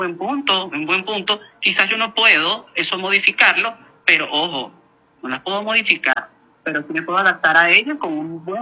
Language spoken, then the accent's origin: Spanish; Venezuela; Nosotros, como venezolanos, a pesar de que, y lo tengo que decir